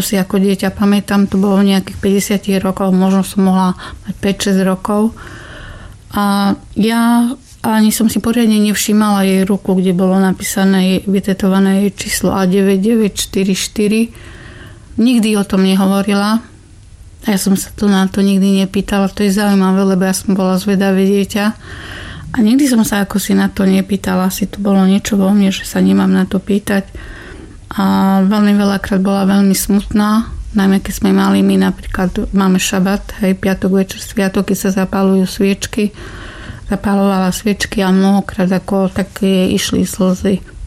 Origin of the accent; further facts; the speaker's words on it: Košice, Košice Region, Slovakia; born there; Takže som sa narodila v Košiciach.